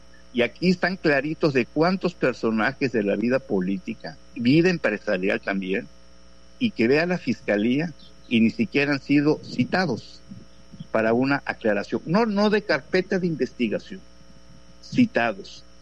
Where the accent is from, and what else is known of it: Mexico